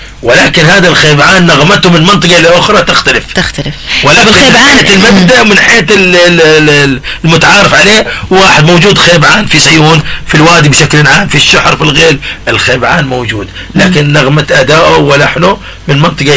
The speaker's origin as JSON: {"language": "Arabic", "town": "Mukalla", "region": "Hadhramaut", "country": "Yemen", "said": "لكن عندنا في المكلا ماشي"}